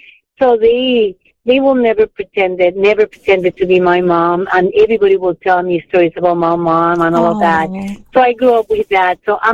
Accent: Puerto Rico; accent: Puerto Rican; moved away; I was born in Puerto Rico in the center of the island

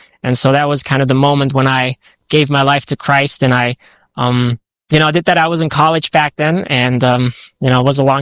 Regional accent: Germany; also born or lived in France; And so I grew up in that context, growing up in Germany most of my life. I was in France too. My parents sent me to a high school in Paris.

